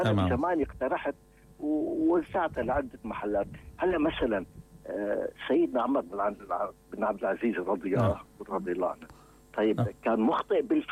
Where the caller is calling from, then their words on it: Syrian coast, Syria; يعني أنا بتعرف من الساحل